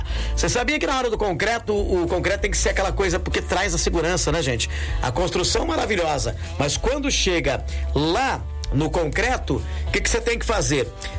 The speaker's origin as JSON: {"language": "Portuguese", "town": "Descalvado", "region": "São Paulo", "country": "Brazil", "tie": "born or raised there", "said": "Eu morei em Descarvado. É. Então, em Descarvado, em Descalvado, minha terra querida, amada e inesquecível"}